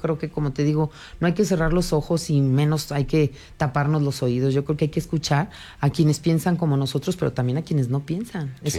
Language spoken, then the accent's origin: Spanish; Mexico; A mí no me ofende como mexicana